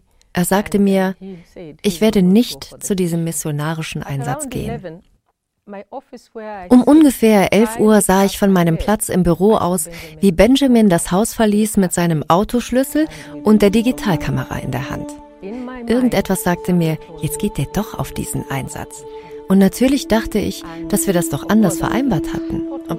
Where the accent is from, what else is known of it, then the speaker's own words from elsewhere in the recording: Mombasa, Mombasa County, Kenya; Offiziell haben wir in Kenia 82% Christen. Ich bin in Mombasa aufgewachsen und wir haben immer problemlos mit den Muslimen zusammengelebt.